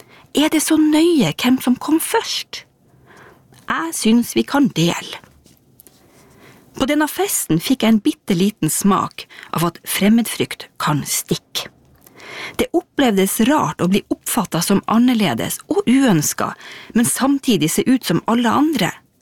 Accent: Northern Norway, Norway; now in Oslo, Norway; Jeg er nordlending, men jeg bor og trives i Oslo. Selv om jeg savner mye fra det lille stedet jeg kommer fra i nord, fjellene, havet, de fine, glade folkene som bor

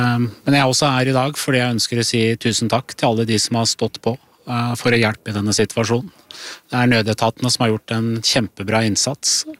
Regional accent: Buskerud, Norway; Så kommer jeg fra Drammensområdet selv, så jeg kjenner jo mange som bor i et område som også har mistet sitt hjem.

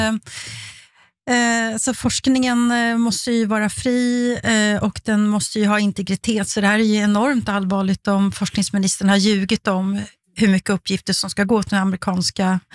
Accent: Sweden; Riksrätt, alltså som svensk så låter ju det som att man blir arkebuserad mot en vägg ungefär.

